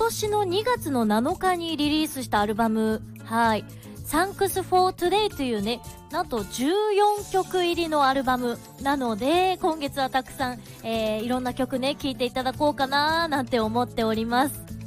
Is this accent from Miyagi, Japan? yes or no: yes; Sendai, Miyagi, Japan; 仙台出身シンガーソングライターで聞き酒師、